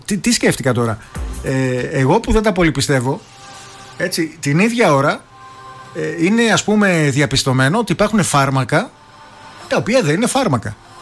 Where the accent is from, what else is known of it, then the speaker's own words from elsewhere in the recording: Greece; Ως Έλληνες είμαστε αρκετά έτσι.